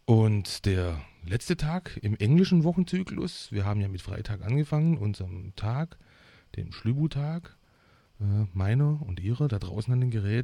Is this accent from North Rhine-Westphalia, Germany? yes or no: no; Heidenheim an der Brenz, Baden-Württemberg, Germany; Und die Band, die jetzt folgt, kommt aus meiner alten Heimatstadt, Heidenheim an der Brenz.